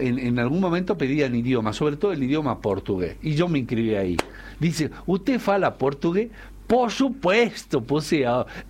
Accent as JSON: {"language": "Spanish", "country": "Argentina", "tie": "born or raised there", "said": "Yo tengo la ciudadanía alemana que me la dio mi hijo y además soy nativo argentino."}